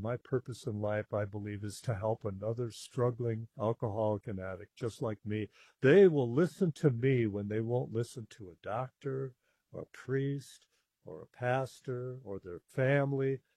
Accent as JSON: {"language": "English", "region": "Texas", "country": "United States", "said": "It was cold. I'm from Texas."}